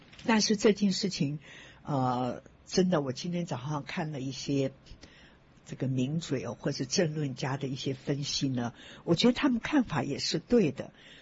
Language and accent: Chinese; China; 这好像是我觉得我们中国人讲的天时地利人和